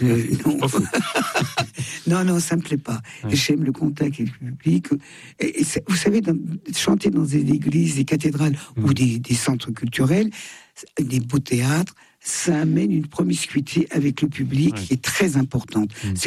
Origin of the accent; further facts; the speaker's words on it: Thonon-les-Bains, Auvergne-Rhône-Alpes, France; un peu dans ma région, Rhône-Alpes. Je vais être à Annecy. Je vais être à Thenon-les-Blains, ma ville natale.